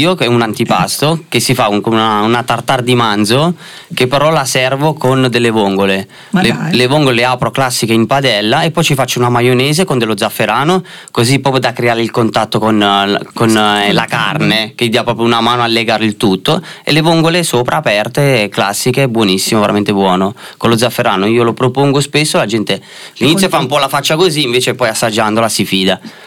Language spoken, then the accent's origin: Italian; Naples, Campania, Italy; moved away; sono nato e cresciuto a Napoli, poi ci siamo trasferiti qua nel 2003, e quindi dietro mi porto sempre la mia terra, ovviamente.